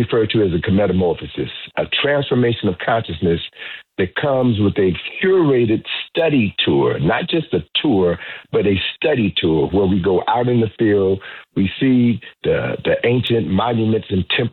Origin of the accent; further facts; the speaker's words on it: Chicago, Illinois, United States; The first brother you had on at the top of the show was from my hometown, Chicago.